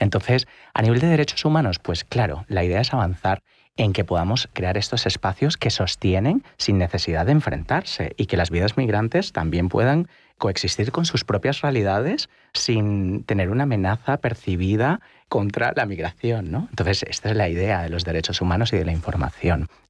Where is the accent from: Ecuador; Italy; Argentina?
Italy; now in Spain